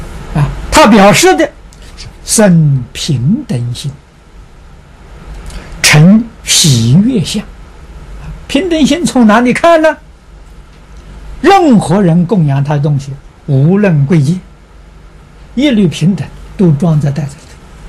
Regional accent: China

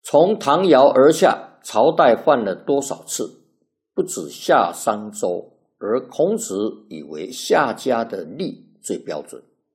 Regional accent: China; 那我们中国人啊，那穿西装就不对了。

